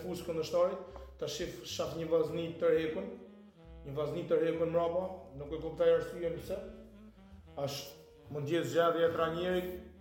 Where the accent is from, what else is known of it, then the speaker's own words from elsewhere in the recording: Shkodër, Shkodër County, Albania; si sportdashta, si tifoza, si qytetarë Shkodran, jemi tash 20 sa vite pritje të titullit kampion